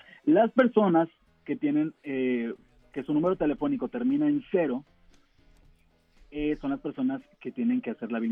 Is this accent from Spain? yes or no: no; Mexico; como buen mexicano lo voy a estar haciendo